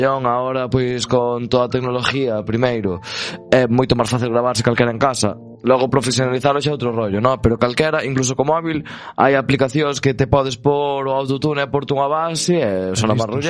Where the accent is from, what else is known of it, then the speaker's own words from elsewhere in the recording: Xinzo de Limia, Galicia, Spain; A verdad, eu son de Xinzo, pero meus pais son de Perrelos e de Folgoso, que son dous pueblos do concello de Sarreaos